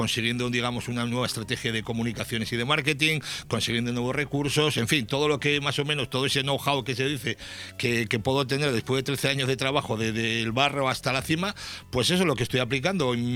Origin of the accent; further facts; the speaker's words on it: Tafalla, Navarre, Spain; No sé, de mi pueblo no es, que yo soy de Tafalla, muy orgulloso.